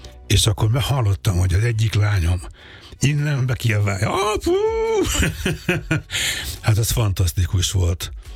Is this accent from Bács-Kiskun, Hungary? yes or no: no; Budapest, Hungary; Hogyha megengeded, mondok egy sztorit erről, hogy én a Népstadion mellett nőttem fel a Stefánián.